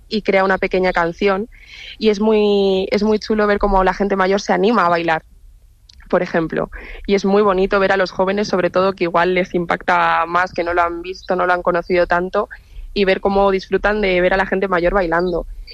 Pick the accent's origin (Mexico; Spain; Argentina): Spain; San Miguel del Valle, Castile and León; yo pertenezco a un pueblo muy pequeñito de Zamora que se llama San Miguel del Valle.